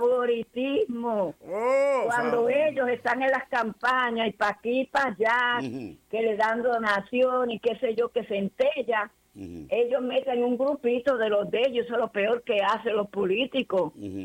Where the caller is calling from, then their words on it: Puerto Rico; como yo soy boricua, yo veo todo lo que pasa en Puerto Rico